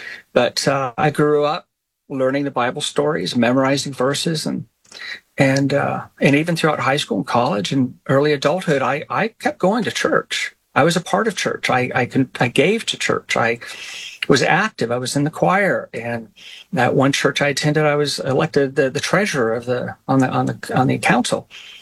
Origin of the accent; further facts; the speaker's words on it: Midwest, United States; I was just a typical boy growing up in the Midwest in the 1960s.